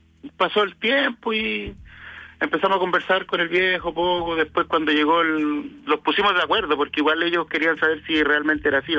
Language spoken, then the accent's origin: Spanish; Valparaíso, Chile; moved away; yo volví a mi pueblo, ahí a la quinta región